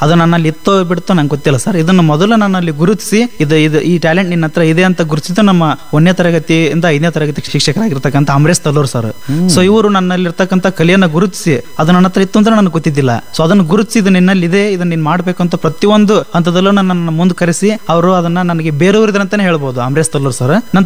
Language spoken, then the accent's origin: Kannada; Koppal district, Karnataka, India; ನಮ್ದು ಹುಟ್ಟಿದ ಊರು ಬಂದು ಕೊಪ್ಪಳ ಜಿಲ್ಲೆಯ ಒಂದು ಸಣ್ಣ ಹಳ್ಳಿ ಸರ್, ವಟಪರ್ವಿ ಅಂತ. ಮೊದಲು ಯಲಬುರ್ಗ ತಾಲೂಕಲ್ಲಿ ಆಗಿತ್ತು, ಈಗ ಕುಕ್ನೂರ್ ಅಂತ ಆಗಿದೆ ಸರ್. ನನ್ನ ಒಂದು ಜನನ ಅಲ್ಲೇ ಆಗಿದ್ದು, ವಟಪರ್ವಿ ಗ್ರಾಮದಲ್ಲಿ. ಸೊ ನಾನು ಅಲ್ಲಿಂದ ಬೆಳೆದು ನಾನು ಅಲ್ಲೇ ಹುಟ್ಟಿ ಬೆಳೆದಿದ್ದೆ ಸರ್, ಅದೇ ಊರಲ್ಲಿ.